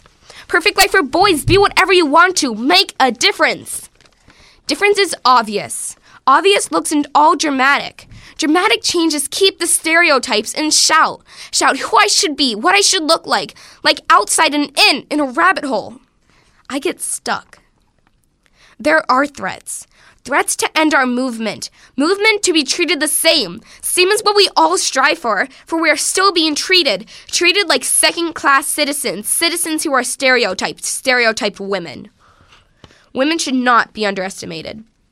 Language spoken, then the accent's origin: English; Greenfield, United States; I'm from Greenfield.